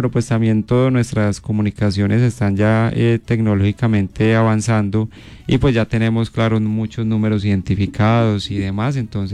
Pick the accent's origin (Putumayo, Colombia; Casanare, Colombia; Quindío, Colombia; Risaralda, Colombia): Risaralda, Colombia; Pereira; yo soy pereirano.